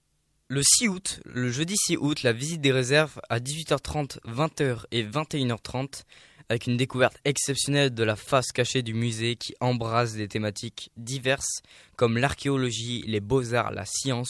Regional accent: Toulouse, Occitanie, France; Ouais, c'est surtout parce que moi de base je suis toulousain.

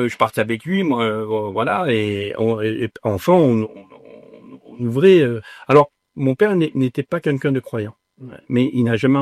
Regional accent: Provence-Alpes-Côte d'Azur, France; born there; Je suis né dans la Sainte Baume.

